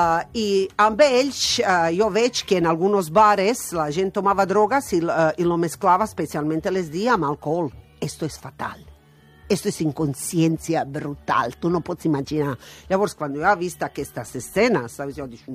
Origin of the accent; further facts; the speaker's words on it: Osijek, Osijek-Baranja County, Croatia; born there; Italian is a second language; moved away; Io sono di Osijek